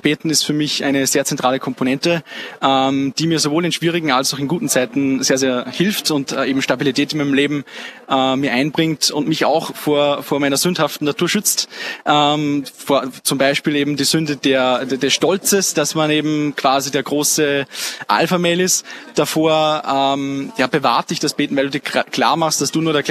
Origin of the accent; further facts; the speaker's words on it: Upper Austria, Austria; now in Linz, Austria; Ich werde am 7.7. 21 Jahre, komme aus Mühlviertel, wohne aber aktuell in Linz.